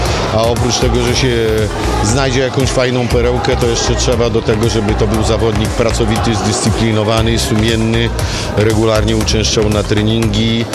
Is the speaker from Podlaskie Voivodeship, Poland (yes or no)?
yes; Łomża, Podlaskie Voivodeship, Poland; jak jestem z Łomży